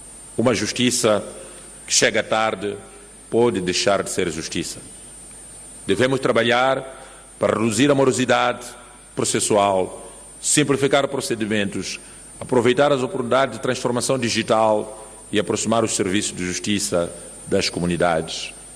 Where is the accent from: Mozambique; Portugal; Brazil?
Mozambique; para que façamos do diálogo um instrumento privilegiado para a resolução das nossas diferenças como moçambicano.